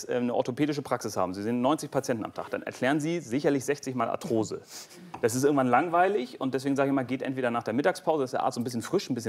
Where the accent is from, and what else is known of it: Hamburg, Germany; born there; also born or lived in Westphalia